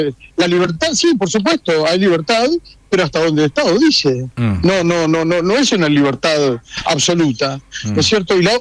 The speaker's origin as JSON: {"language": "Spanish", "country": "Argentina", "said": "los argentinos no conozcamos las cosas que pasan en China"}